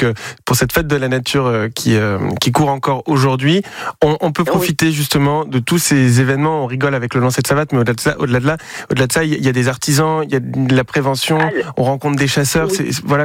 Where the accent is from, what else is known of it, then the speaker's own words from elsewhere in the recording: Nouvelle-Aquitaine, France; chez nous en Gironde